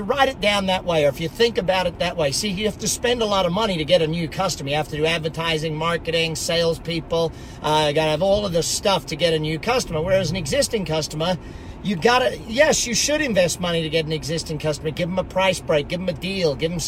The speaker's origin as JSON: {"language": "English", "country": "Australia", "tie": "born or raised there", "said": "get all my skin checked for those cancers. growing up in Australia."}